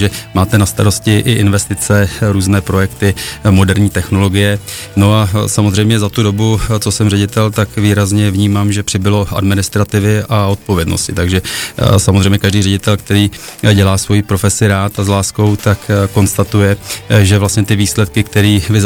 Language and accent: Czech; Kladno, Central Bohemian Region, Czechia; jsem pyšný jako Kladeňák